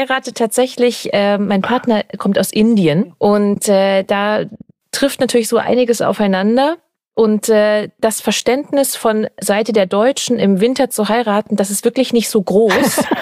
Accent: Freiburg, Baden-Württemberg, Germany; ich komme ja ursprünglich aus Freiburg

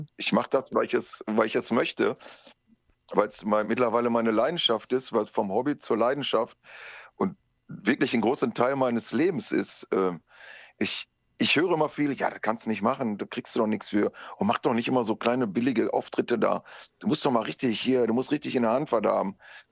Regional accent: North Rhine-Westphalia, Germany; ich bin Ruhrpott-Affe, ne? Wir kommen aus dem Ruhrpott, wir sind halt so, wie wir sind.

